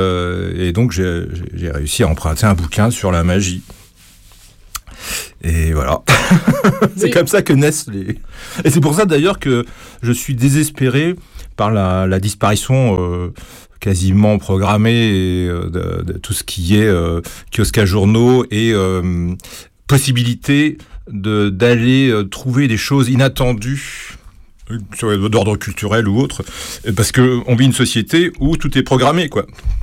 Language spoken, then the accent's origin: French; Grand Est, France; now in Paris, France; Dans le sud de l'Alsace.